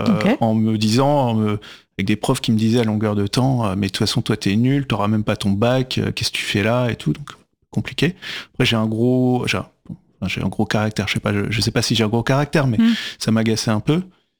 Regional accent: Paris, Île-de-France, France; Alors moi, je suis parisien. Hein, je suis parisien.

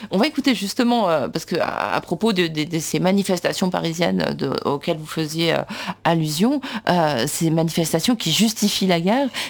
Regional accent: France; moi, je ne suis pas d'origine juive, mais ceci dit, je suis française

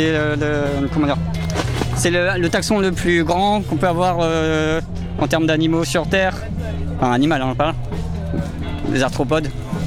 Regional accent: Saclay, Île-de-France, France; Nous, on vient de Saclay.

